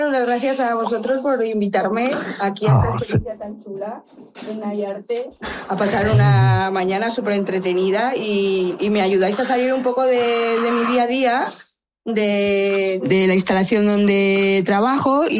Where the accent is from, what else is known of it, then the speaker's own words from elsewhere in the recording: Madrid, Community of Madrid, Spain; moved away as an adult; now in Bilbao, Spain; yo vengo de Madrid, vine por este proyecto y llevo aquí 3 años en esta ciudad y me ha enamorado Bilbao. No quiero volver a Madrid.